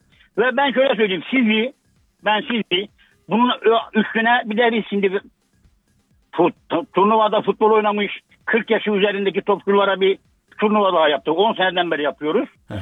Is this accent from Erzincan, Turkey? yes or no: yes; Erzincan, Turkey; Kerem Aktürkoğlu'na ben Erzincanlıyım. Erzincan Spor'dan beri Kerem Aktürkoğlu'na ayrı bir sempatim var.